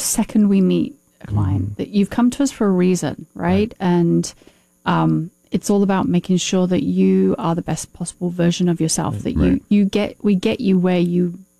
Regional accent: United Kingdom; I'm British.

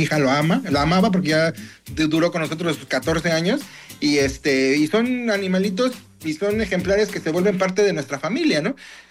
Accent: Mexico; De nosotros como mexicanos.

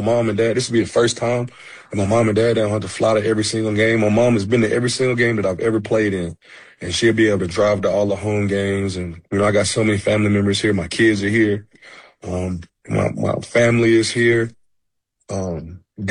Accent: Dallas, Texas, United States; You know, I've always, I grew up here in Dallas.

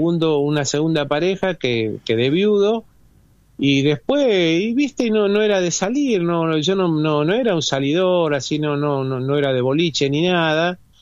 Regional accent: Rosario, Santa Fe, Argentina; born there; now in near San Lorenzo, Argentina; Yo nací en Rosario.

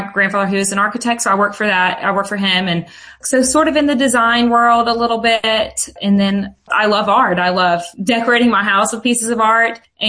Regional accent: Dalton, Georgia, United States; And then when my mom had kids, we were raised in Dalton, and she obviously introduced us to the Arts Guild.

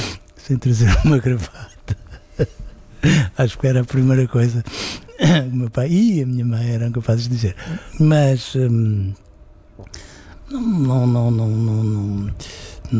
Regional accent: Leiria, Centro, Portugal; born there; E Leiria era uma cidade muito estranha.

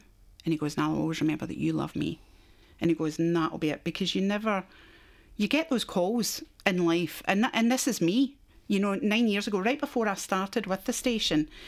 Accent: Scotland, United Kingdom; now in Australia; And that's what this has been to me as a Scottish family. I mean, we've all done those emergency trips home. But it's when you come back to Australia after all, you've seen your family

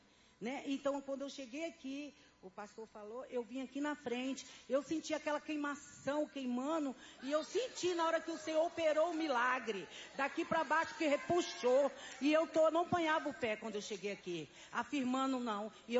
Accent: Campinas, São Paulo, Brazil; Então, ontem, eu sou de Campinas

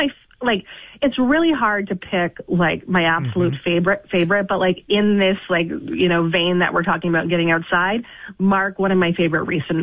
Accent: Windsor, Ontario, Canada; born there; moved away; I have lots of my mom's side of the family is in Windsor, so it's not just Tilbury. Like I grew up in Windsor. Like I grew up like going to Windsor every Sunday and having pasta with the family, and like that was most of my childhood.

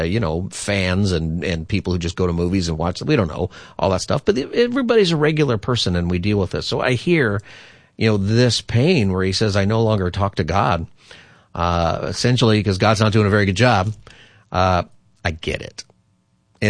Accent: Palmdale, California, United States; born there; moved away; that house I grew up in Palmdale

